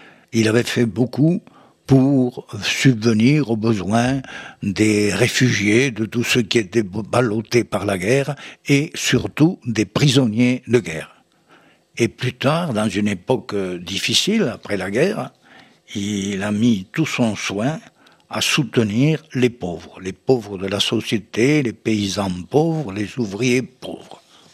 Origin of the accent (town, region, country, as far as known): France